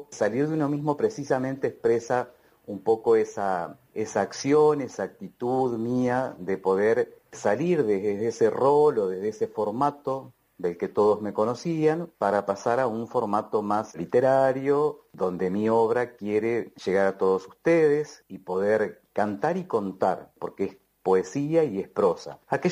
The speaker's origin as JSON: {"language": "Spanish", "town": "Concepción del Uruguay", "region": "Entre Ríos", "country": "Argentina", "tie": "born or raised there", "moved": "yes", "lives_now": "Colón, Argentina", "said": "por todos los que crecimos en Concepción del Uruguay"}